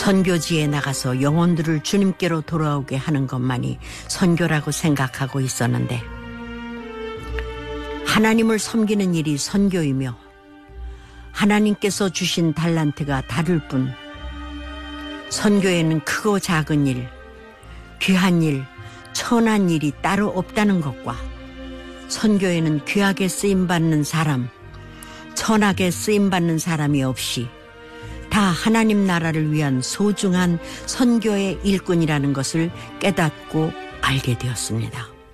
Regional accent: Onsong, North Hamgyong, North Korea; moved away as an adult; also born or lived in Pyongyang; 저는 1962년 평양에서 태어나 온성군에서 자랐습니다.

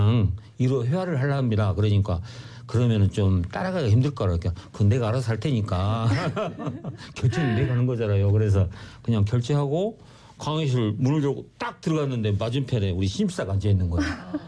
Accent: South Korea; 그래서 제가 별명이

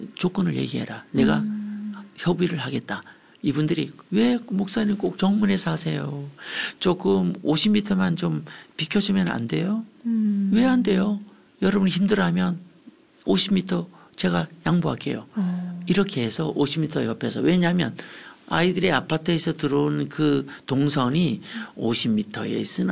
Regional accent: Gangwon, South Korea; 강원도 저의 고향 강원도

